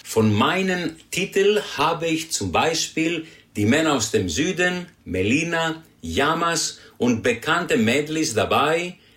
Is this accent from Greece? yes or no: yes; Greece; moved away; also born or lived in Oberstaufen; Also, als Grieche bin ich nicht der Skifahrer, sondern eher der gemütliche Wanderer.